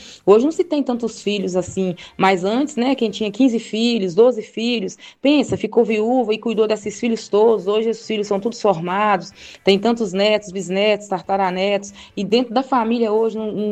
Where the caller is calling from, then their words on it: Coronel Fabriciano, Minas Gerais, Brazil; eu falo aqui de Coronel Fabriciano.